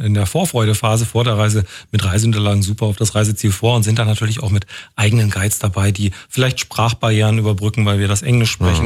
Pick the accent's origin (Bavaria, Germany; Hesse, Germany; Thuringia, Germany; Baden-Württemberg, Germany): Thuringia, Germany; Also als Thüringer weiß ich, was wir im Schnitt im Schrank haben.